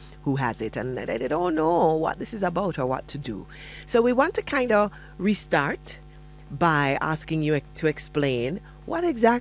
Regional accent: Jamaica

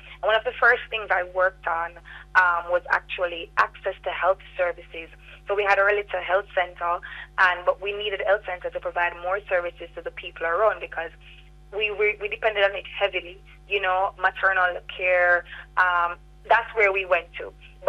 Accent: Rio Grande Valley, Portland, Jamaica; So I was born and raised in Portland. I am from the Rio Grande Valley.

